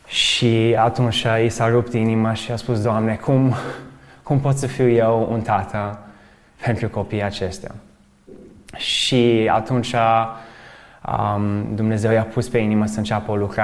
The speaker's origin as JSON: {"language": "Romanian", "town": "Mediaș", "region": "Sibiu County", "country": "Romania", "tie": "born or raised there", "said": "Eu am crescut în Mediaș până la vârstă de 13 ani."}